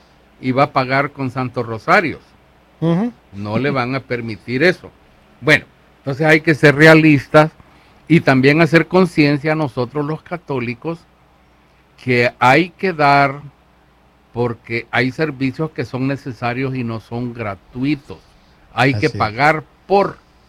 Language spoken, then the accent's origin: Spanish; El Salvador; moved away; En mi parroquia ahí del pueblecito de donde vengo en El Salvador